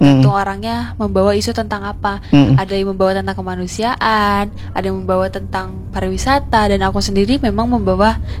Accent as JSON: {"language": "Indonesian", "town": "Purwakarta", "region": "West Java", "country": "Indonesia", "tie": "born there", "said": "munculnya di tempat aku lahir di Kabupaten Purwakarta."}